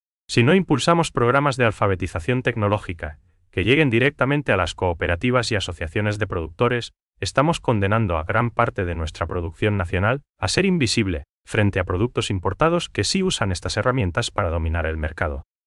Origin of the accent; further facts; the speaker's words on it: Paraguay; esa empatía que nos caracteriza como paraguayo